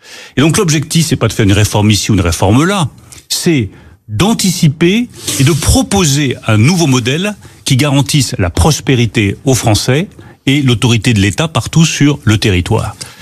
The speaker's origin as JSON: {"language": "French", "country": "France"}